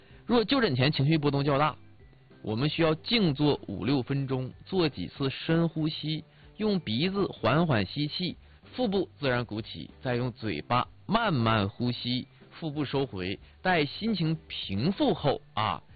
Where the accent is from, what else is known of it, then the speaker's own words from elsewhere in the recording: Northeast China, China; 咱们东北这边的冬天啊手会干裂